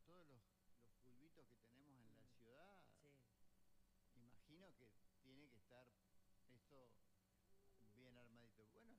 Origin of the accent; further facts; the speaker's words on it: Santa Fe, Argentina; yo soy santafesino.